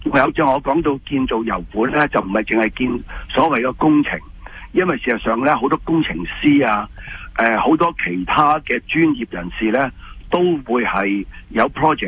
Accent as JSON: {"language": "Cantonese", "country": "Canada", "said": "我哋加拿大人"}